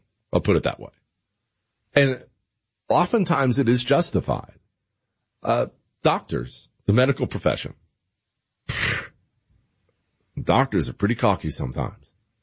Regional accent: United States; I order a side of mac and cheese because I'm an American.

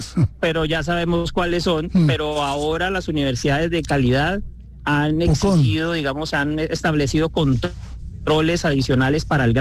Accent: Santander, Colombia; Yo soy santandereano. Sí … Soy nieto de libanés.

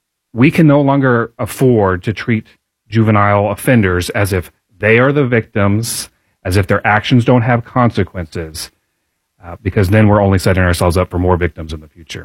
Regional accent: Pike Township, Indiana, United States; So my background, I was born in Indiana, raised in Pike Township, went to IUPUI for undergrad, went to Harvard for law school.

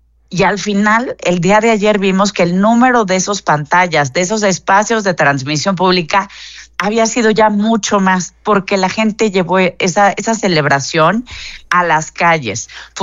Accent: Mexico; como muchos mexicanos y mexicanas

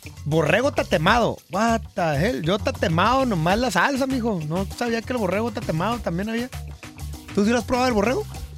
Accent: Mexico; fracasé como mexicano

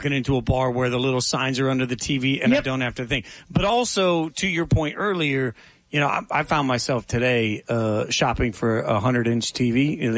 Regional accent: Las Vegas, Nevada, United States; also born or lived in Maryland / East Coast; So I'm originally from Vegas, and Vegas grew up not caring about college football. And then I moved to the East Coast. I actually went to high school outside of Baltimore, but lived all over the East Coast.

